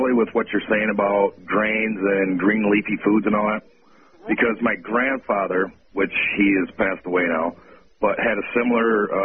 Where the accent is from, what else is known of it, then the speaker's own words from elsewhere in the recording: Michigan, United States; I'm from Michigan.